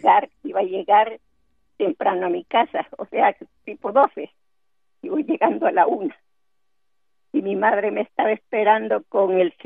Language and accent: Spanish; San Salvador, El Salvador; also born or lived in Tecoluca; Digo San Salvador porque es lo que yo conozco, porque ahí me crié.